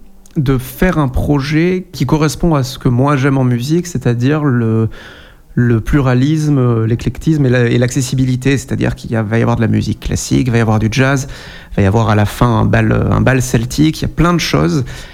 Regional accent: Martinique, France; En fait, j'ai grandi en Martinique, j'ai fini de grandir à Saint-Martin-des-Combes

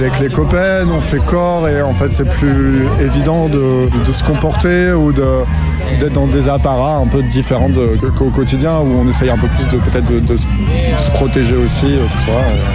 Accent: Chalais, Nouvelle-Aquitaine, France; Je viens de Chalais, en Dordogne, du coup.

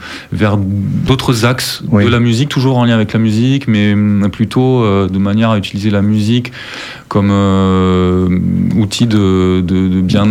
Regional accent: Nérac, Nouvelle-Aquitaine, France; also born or lived in Bordeaux; now in Périgord, France; Je suis originaire du Lot-et-Garonne, de Nérac.

